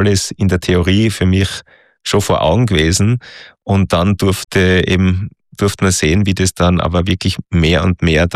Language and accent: German; Austria